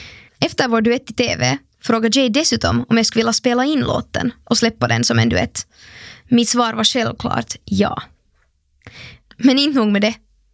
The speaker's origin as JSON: {"language": "Swedish", "country": "Finland", "also_born_or_lived": "London", "said": "Däremellan gör jag mitt bästa för att höras med familjen hemma i Finland, så mycket som det bara är möjligt."}